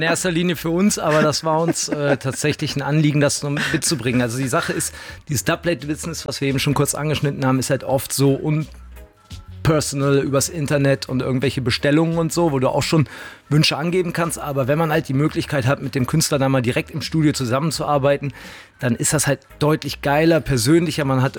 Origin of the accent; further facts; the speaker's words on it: Cologne, North Rhine-Westphalia, Germany; Wir als Kölner, wir sind halt ein bisschen nerdig so, ne?